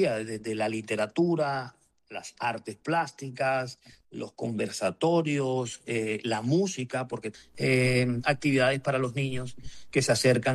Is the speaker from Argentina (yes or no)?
no; Barranquilla, Atlántico, Colombia; yo como barranquillero, yo me siento muy orgulloso